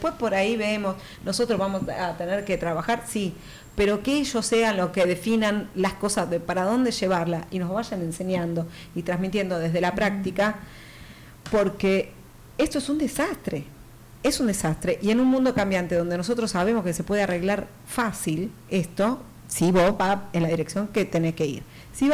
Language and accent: Spanish; Argentina